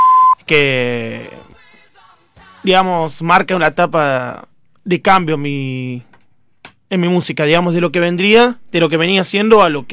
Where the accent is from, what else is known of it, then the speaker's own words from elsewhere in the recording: San Antonio de Padua, Buenos Aires Province, Argentina; Yo soy de Zona Oeste, San Antonio de Pado.